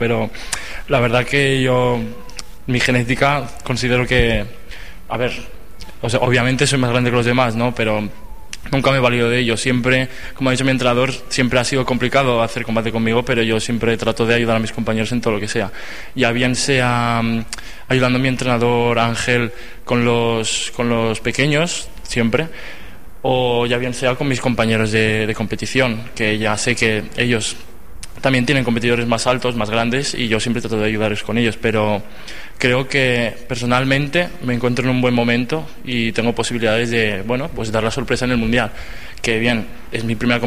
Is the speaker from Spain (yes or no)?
yes; Aragon, Spain; he vivido toda mi vida aquí en España, ¿no? Y no me siento ni solo rumano ni solo aragonés, me siento pues como rumano-aragonés